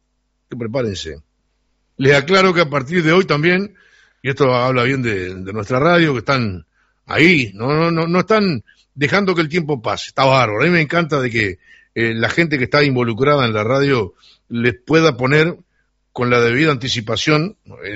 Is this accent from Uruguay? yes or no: yes; Sarandí del Yí, Durazno, Uruguay; a mí me llamaba la atención de chico en Sarandí de allí